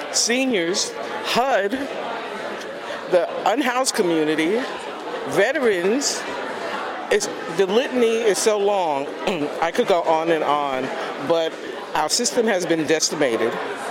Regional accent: New York, United States; I'm from New York, right? But I'm living here in California.

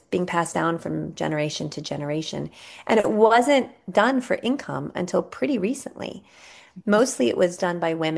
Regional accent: United States; moved away as an adult; also born or lived in Palestine; I'm American.

